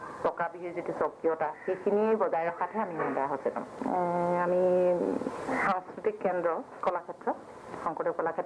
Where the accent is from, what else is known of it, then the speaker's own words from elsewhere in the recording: Assam, India; আমি গাঁৱৰ পৰা ওলাই গৈছোঁ, আমি আমাৰ অসমীয়া সমাজত এটা কথা আছে 3 বস্ত্ৰ ল'ব লাগে